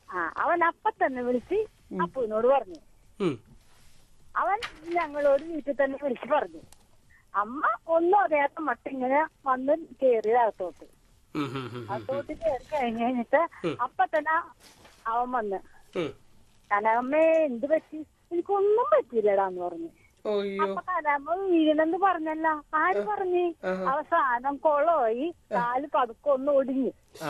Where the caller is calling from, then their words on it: Kerala, India; ഞാൻ ഗോസ് ജംഗ്ഷനിന്നാണ് വിളിക്കാറ്.